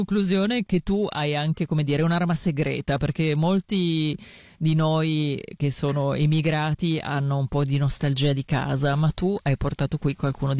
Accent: Turin, Piedmont, Italy; io sono torinese come te.

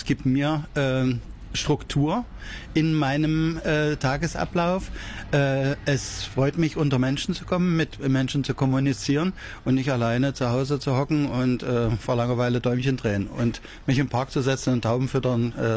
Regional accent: Halle, Saxony-Anhalt, Germany; Ja. Ich komme aus Halle.

